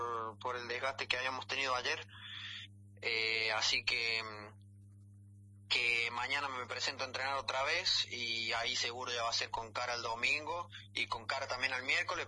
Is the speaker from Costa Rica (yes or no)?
no; Argentina; moved away as an adult; now in Venezuela; somos argentinos los tres